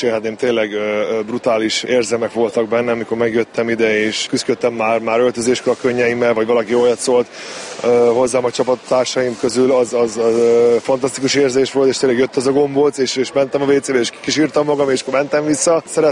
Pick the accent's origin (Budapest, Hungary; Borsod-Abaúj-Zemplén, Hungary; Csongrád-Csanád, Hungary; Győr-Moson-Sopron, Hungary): Csongrád-Csanád, Hungary; Szeged; Szegediek vagyunk, itt születik a gyerekeim, nagyon büszke vagyok erre.